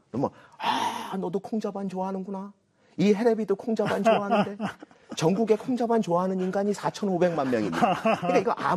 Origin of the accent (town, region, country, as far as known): South Korea